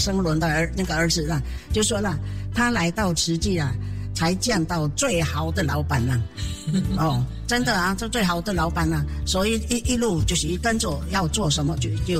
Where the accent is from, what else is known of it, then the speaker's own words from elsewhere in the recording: Philippines; 我是菲律宾的华侨，我现在哦，我们那边有这个灾难哦